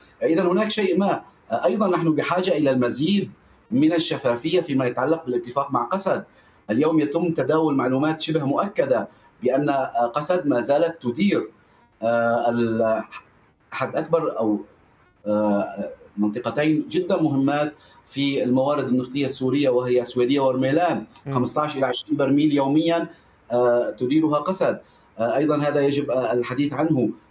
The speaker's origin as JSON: {"language": "Arabic", "country": "Syria", "said": "نحن كسوريين"}